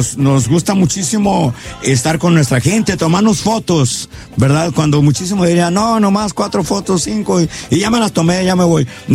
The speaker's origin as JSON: {"language": "Spanish", "region": "Sinaloa", "country": "Mexico", "said": "de nuestra tierra, somos de Sinaloa, somos bien abiertos y somos muy sinceros."}